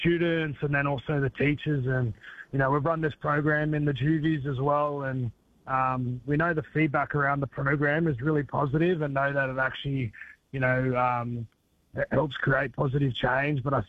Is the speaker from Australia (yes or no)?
yes; Australia; So as an Australian, I feel like we should want to learn more about it.